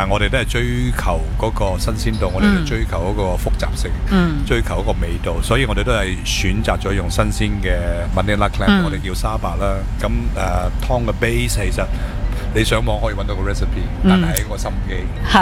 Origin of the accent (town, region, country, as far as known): Hong Kong